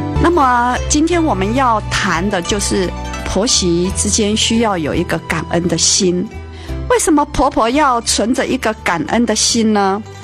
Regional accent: China; 我们中国人哈比较少会去夸赞别人

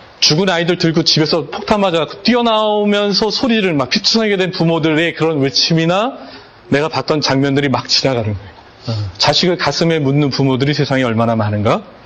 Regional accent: South Korea; now in United States; 제 아내는 여기서 자랐어요. 미국에서. 저는 한국에서 자랐고.

